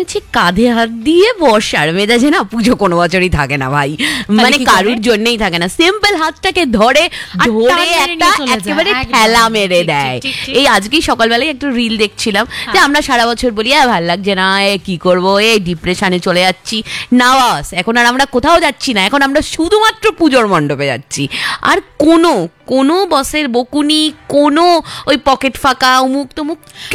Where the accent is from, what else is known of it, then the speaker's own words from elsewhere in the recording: Kolkata, West Bengal, India; আমি যেহেতু ছোটবেলা থেকেই নর্থ কলকাতায় বড় হয়েছি